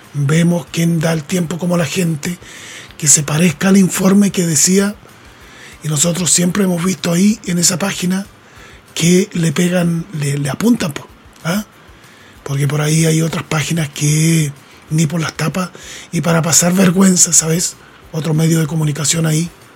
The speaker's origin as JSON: {"language": "Spanish", "country": "Chile", "said": "no tengo nada contra los chilenos, yo soy chileno"}